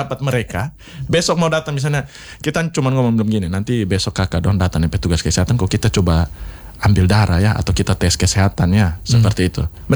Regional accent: Kupang, East Nusa Tenggara, Indonesia; Saya istilah tuh kalau ngomong kita orang Kupang tuh, nasihat sampai leher bengkok.

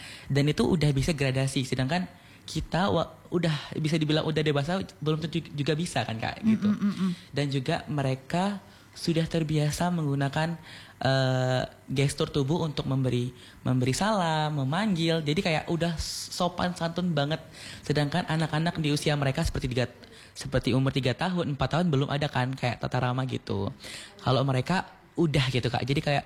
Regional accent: Pangkal Pinang, Bangka Belitung Islands, Indonesia; Nah, aku dari Pangkal Pinang, di Selindung Lama. Kalau teman-teman yang sering jalan-jalan ke pantai, mungkin kita bakal agak sering ketemu karena rumah aku di area situ, teman-teman.

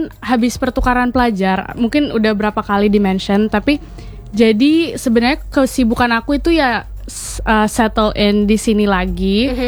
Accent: Kendari, Southeast Sulawesi, Indonesia; aku tumbuh dan besar di Kendari, Sulawesi Tenggara

